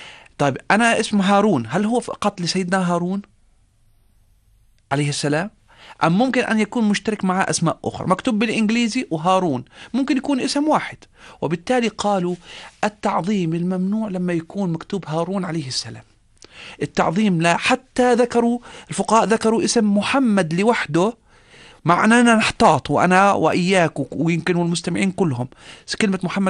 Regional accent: Jordan; عندنا في الأردن

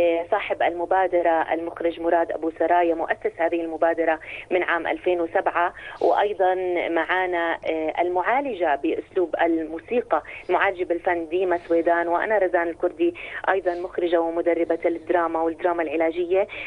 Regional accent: Jordan; معنا تجربة أردنية حاملينها بقلوبنا حتى نمثل بلدنا الأردن في مصر الحبيبة

